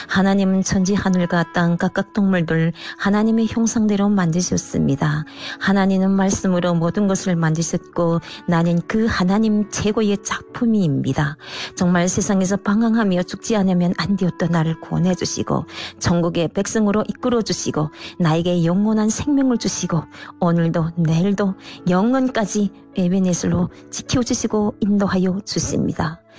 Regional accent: Hyesan, Ryanggang, North Korea; now in South Korea; 저는 해산에서 온

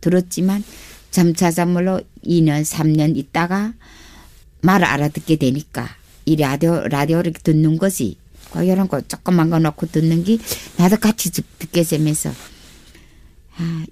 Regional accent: Chongjin, North Hamgyong, North Korea; now in South Korea

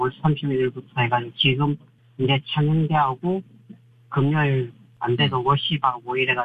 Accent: Busan, South Korea; moved away; 제가 이제 부산에서 고향이 부산인데

